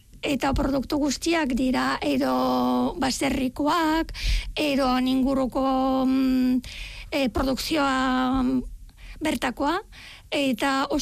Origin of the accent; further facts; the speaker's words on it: Stara Zagora, Stara Zagora Province, Bulgaria; Basque is a second language; moved away as an adult; Bai, Bulgariakoa naiz, nire iria justu Bulgarian erdian kokatuta dago, Staraz Zagora deitzen da, da bosgarren handiena, eta han bizi nintzen hogeita hamabost urte, ona etorri baino lehen